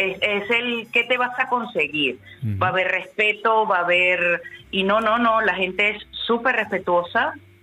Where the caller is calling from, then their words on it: Castellón, Valencian Community, Spain; De Castellón.